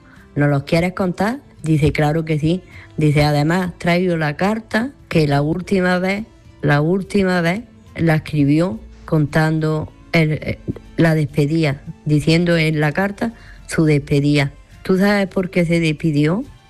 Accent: Granada, Andalusia, Spain

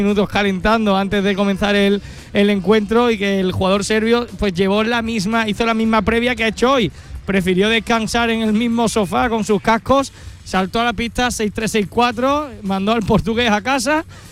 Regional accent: Spain; Oye, una pena como españoles que no esté Munar en esta final.

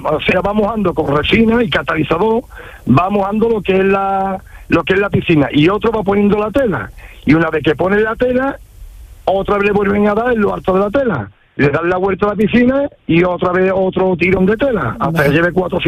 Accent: Casariche, Andalusia, Spain; date cuenta que en mi pueblo Casariche, en Charo, hay por haber 40 empresas de poliéster. Un pueblo de 5.500 habitantes.

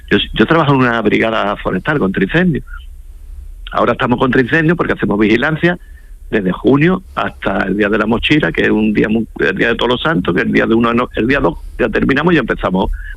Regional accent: Ceuta, Spain; en Ceuta somos muy, muy alegres.

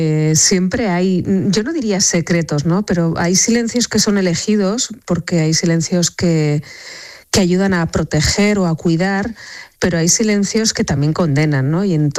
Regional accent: Navarre, Spain; es mi tierra, es mi infancia también. Yo pasaba mucho tiempo también, hacía muchos intercambios con chicas francesas en mi juventud para aprender francés

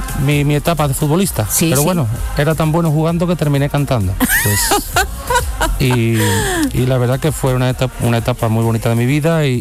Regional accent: Jerez, Andalusia, Spain; Jerez pues me ha apoyado y siempre he sentido ese cariño, ¿no? Por lo cual, venir siempre a mi tierra, pues, tiene un sabor especial.

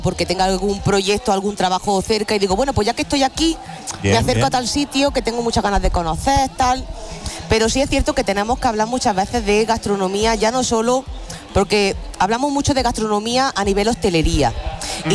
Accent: Guadix, Andalusia, Spain; yo te voy a decir que te vayas a Guadí, que es mi pueblo.

